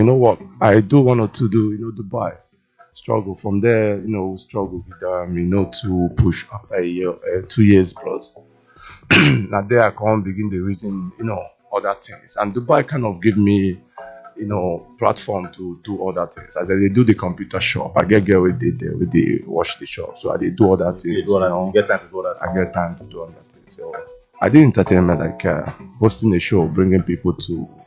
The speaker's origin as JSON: {"language": "English", "region": "Anambra", "country": "Nigeria", "tie": "born there", "moved": "yes", "said": "I was born in Anambra State."}